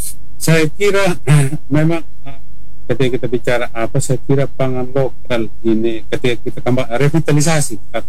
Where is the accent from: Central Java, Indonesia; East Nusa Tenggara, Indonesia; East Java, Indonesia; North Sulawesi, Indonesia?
East Nusa Tenggara, Indonesia; artinya akar budaya kita orang NTT, terus ya boleh dibilang kalau ketika kita bahkan jenis-jenis pangan lokal ini sebetulnya kalau kami di Sumba disebutkan dalam baitan adat begitu